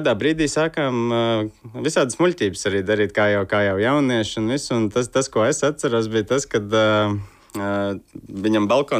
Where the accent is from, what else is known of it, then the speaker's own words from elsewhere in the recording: Koknese, Aizkraukle Municipality, Latvia; mūsu iepazīšanās stāsts, mēs abi divi esam no Koknesas un dzīvojām daudz dzīvokļu mājā. Es dzīvoju otrajā stāvā un Zigmārs dzīvoja trešajā stāvā ar saviem trīs brāļiem